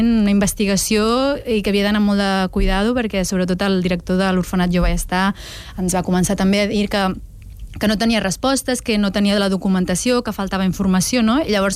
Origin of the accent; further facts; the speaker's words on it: Reus, Catalonia, Spain; normalment jo dic soc de Reus i la gent em pregunta, no, realment d'on ets, d'on, sí, vens?